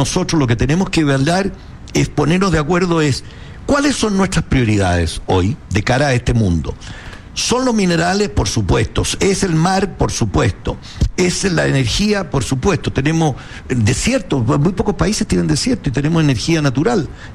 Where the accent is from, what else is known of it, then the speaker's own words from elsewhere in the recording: Chile; Tenemos relaciones estupendas con nuestro país.